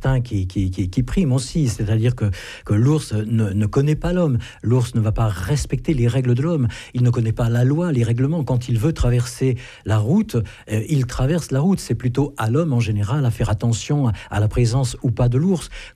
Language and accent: French; Auvergne-Rhône-Alpes, France